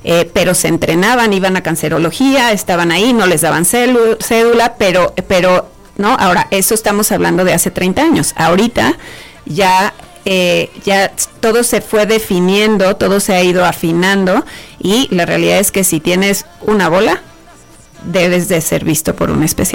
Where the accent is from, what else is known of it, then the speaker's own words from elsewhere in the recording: San Luis Potosí, Mexico; moved away; Por ejemplo, yo crecí en San Luis Potosí, ¿no? Ahí estudié medicina